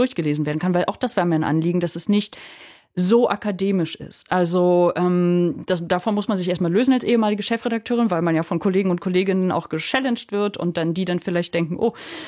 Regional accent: East Germany, Germany; ich bin auch aus dem Osten

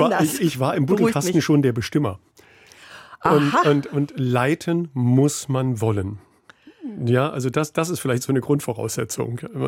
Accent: Bautzen, Saxony, Germany; moved away; also born or lived in Schwedt; Ich bin natürlich in einer Stadt mit Zweisprachigkeit an den Straßennamen und an den Geschäften aufgewachsen.

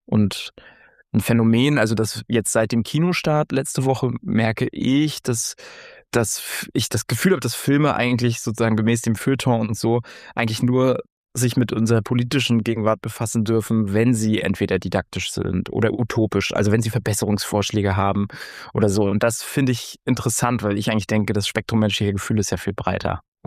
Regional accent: East Germany, Germany; muss man aufpassen, dass man sich nicht radikalisiert als Ostdeutscher

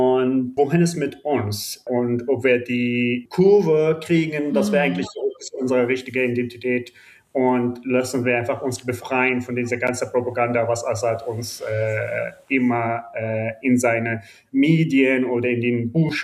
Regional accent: Syria; German is a second language; weil das ist der allererste Film, den ich überhaupt drehen durfte und das also in meinem Heimat und ohne großen Geheimdienstkontrolle oder so etwas.

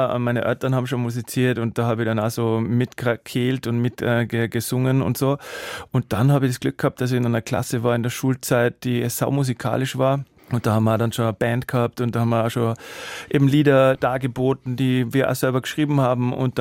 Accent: Salzburg, Austria; ich komme wirklich aus Salzburg

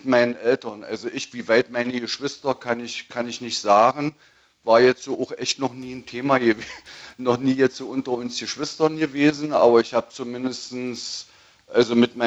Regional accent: East Germany, Germany; also ich bin in der DDR groß geworden und spätestens, wo ich dann 1980 mich für ein Studium beworben habe

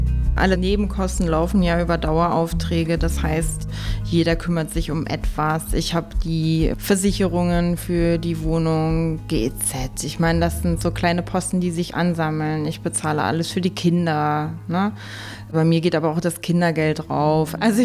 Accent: Lower Saxony, Germany; now in Berlin, Germany; Ich bin im Westen aufgewachsen, in Niedersachsen

